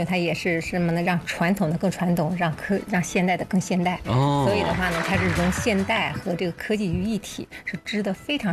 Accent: Bozhou, Anhui, China; 对我们博州人我觉得有一点特别好，特别热爱我们的家乡。

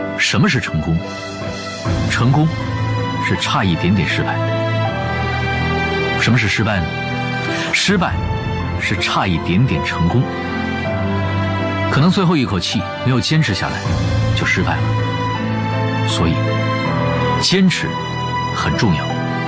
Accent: China; 作为一个中国人来讲

